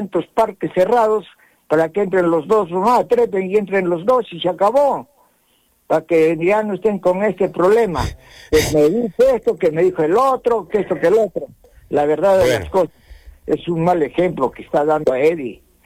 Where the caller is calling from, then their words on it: Lima, Peru; yo estoy llamando de Lima